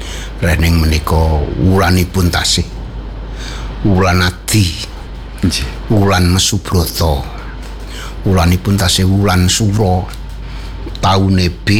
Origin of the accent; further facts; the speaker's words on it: Boyolali, Central Java, Indonesia; saking Boyolali